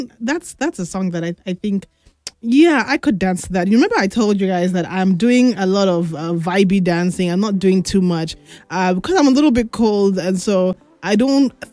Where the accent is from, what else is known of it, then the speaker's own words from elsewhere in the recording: Nigeria; as Nigerians